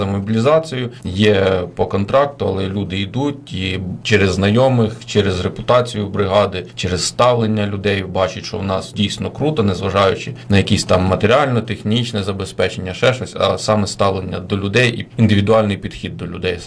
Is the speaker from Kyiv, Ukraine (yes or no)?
yes; Kyiv, Ukraine; Я особисто киянин